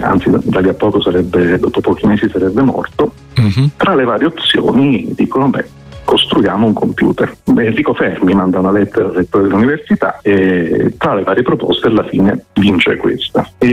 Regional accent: Calabria, Italy; also born or lived in Tuscany; Io non sono toscano, sono calabrese, sono toscano di adozione, però so che qui, insomma, vivendoci, ogni città si scontra con le altre città

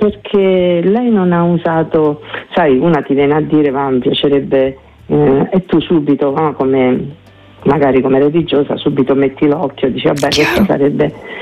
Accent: Abruzzo, Italy; E io sono abruzzese, sono massicana, quindi abbastanza determinata.

